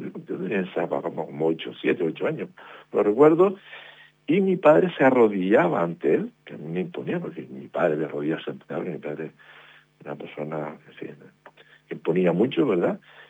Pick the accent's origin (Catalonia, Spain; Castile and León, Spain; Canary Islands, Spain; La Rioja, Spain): Canary Islands, Spain; Teror; Somos canarios, en este caso somos de Teror